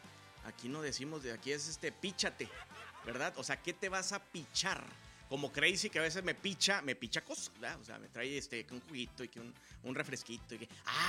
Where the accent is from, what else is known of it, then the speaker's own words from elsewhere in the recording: Monterrey, Nuevo León, Mexico; Aquí no decimos la calor, güey, aquí decimos el calor, ¿verdad? Creo que como regios